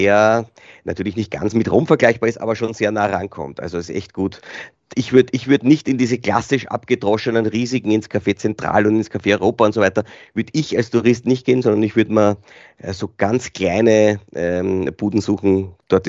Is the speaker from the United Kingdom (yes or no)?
no; Austria; Aber ich habe meinen Eltern als Österreicher, bist du, das ist natürlich jeder Skifahrer verrückt.